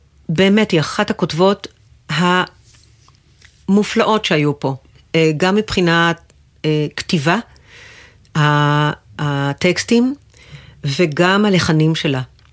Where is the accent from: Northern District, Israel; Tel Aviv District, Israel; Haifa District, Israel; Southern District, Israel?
Northern District, Israel; Menara; born there; על אף שביליתי 3 שנים מחיי במנרה, נולדתי שם, דפקו לי את הראש בלינה משותפת וזהו.